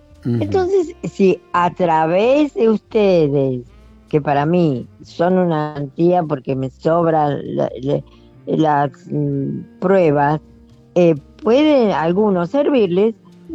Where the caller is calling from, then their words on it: Buenos Aires, Argentina; yo me mudé acá a Boedo en el mes de febrero.